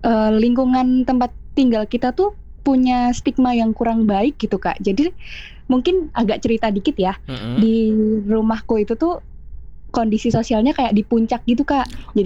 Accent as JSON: {"language": "Indonesian", "town": "Yogyakarta", "region": "Special Region of Yogyakarta", "country": "Indonesia"}